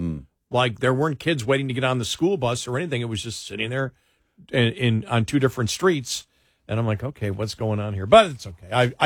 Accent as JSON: {"language": "English", "region": "New York", "country": "United States", "said": "And I come from New York, Western New York. And in Western New York, school begins after Labor Day."}